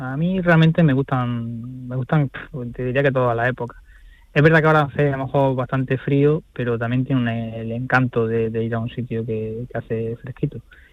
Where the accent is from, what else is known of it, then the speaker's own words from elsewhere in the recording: Andalusia, Spain; Pues mi pueblo es un pueblo muy chiquitito, es un pueblo de sierra.